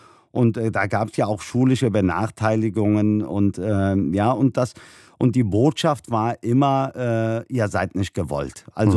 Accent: Cologne, North Rhine-Westphalia, Germany; In Mülheim gab es damals, also da, wo ich groß geworden bin, über 90% Menschen mit Migrationshintergrund.

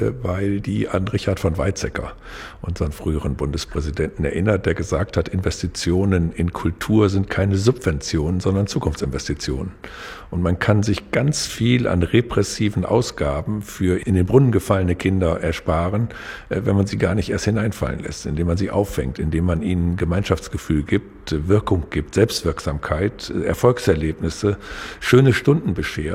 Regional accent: Northern Germany, Germany; Das muss ich als Norddeutscher inzwischen konstatieren.

